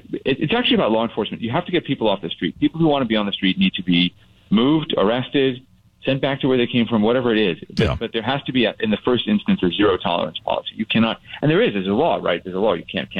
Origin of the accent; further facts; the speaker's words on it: Los Angeles, California, United States; I'm from the Palisades and my neighborhood burnt down even though my house survived.